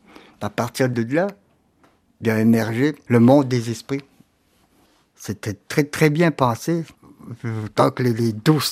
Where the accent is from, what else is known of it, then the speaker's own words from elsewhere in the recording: Pessamit, Quebec, Canada; Je suis natif de Pessamit.